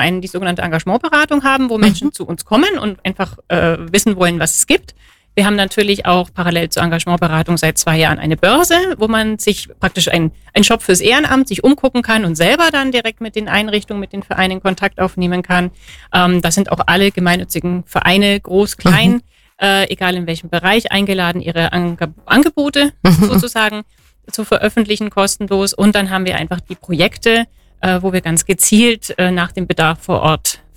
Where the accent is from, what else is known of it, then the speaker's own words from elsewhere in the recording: Memmingen, Bavaria, Germany; dass ich dann mit dem Konzept wieder zurück nach Memmingen gekommen bin, in meine Heimatstadt